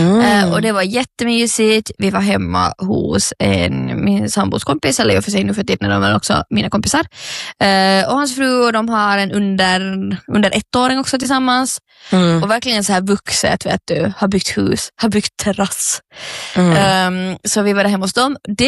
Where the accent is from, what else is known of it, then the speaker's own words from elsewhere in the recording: Finland; jag är redan liksom finlandssvensk på väg till Åland från Helsingfors.